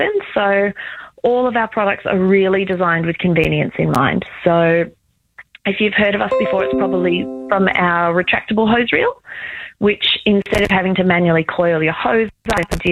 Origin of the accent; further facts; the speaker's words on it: Australia; I am from Australia